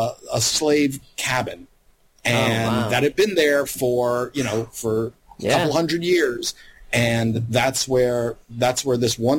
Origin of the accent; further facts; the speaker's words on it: Louisiana, United States; I'm like, I grew up mostly in Louisiana.